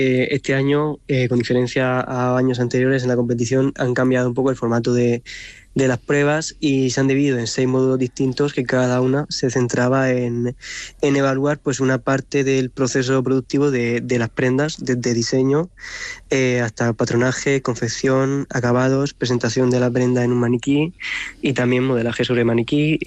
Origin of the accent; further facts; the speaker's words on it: Murcia, Region of Murcia, Spain; Yo soy de Murcia capital